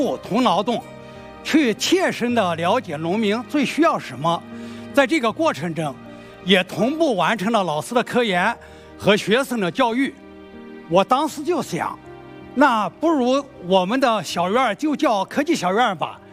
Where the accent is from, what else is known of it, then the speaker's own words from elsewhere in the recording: Loess Plateau, China; born there; now in Beijing, China; 我出生在黄土高原的农村，也经历了艰苦条件下吃不饱穿不暖的日子